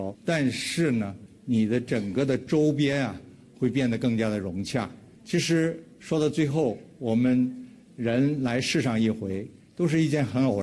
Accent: China; also born or lived in Beijing; now in Shanghai, China; 我们中国人

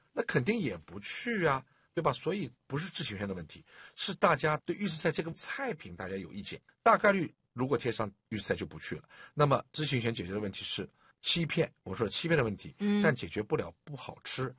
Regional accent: China; 我们中国人餐饮文化里面，锅气、现炒，这都是我们需求的东西

